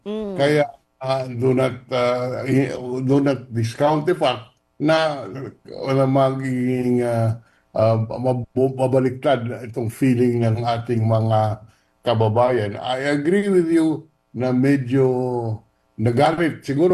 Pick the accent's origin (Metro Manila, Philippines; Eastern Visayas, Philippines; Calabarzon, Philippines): Metro Manila, Philippines; San Juan; Ako po ay taga San Juan.